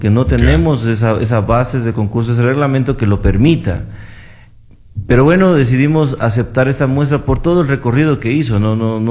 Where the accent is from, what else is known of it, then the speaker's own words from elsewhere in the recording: Ecuador; todos finalmente somos